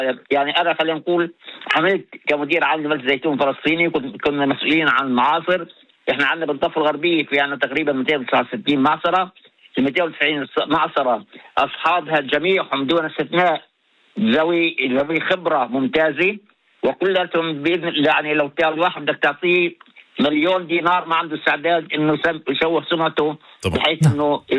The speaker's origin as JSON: {"language": "Arabic", "region": "West Bank", "country": "Palestine", "said": "اللي احنا بنتبعها عندنا بفلسطين"}